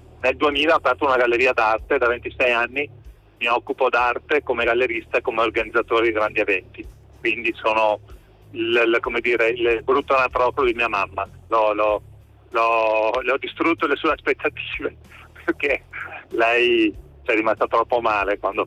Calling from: Verona, Veneto, Italy; Ma io sono di Verona, sono un ingegnere elettronico

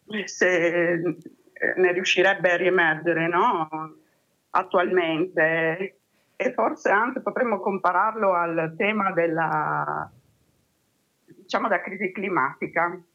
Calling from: Friuli-Venezia Giulia, Italy; io sono del Friuli Venezia Giulia

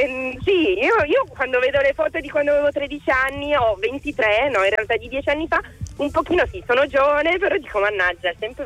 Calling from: Turin, Piedmont, Italy; Sono di Torino

